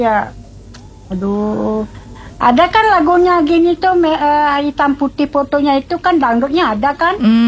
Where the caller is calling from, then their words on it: Bali, Indonesia; Kecamatannya Tejakule dong.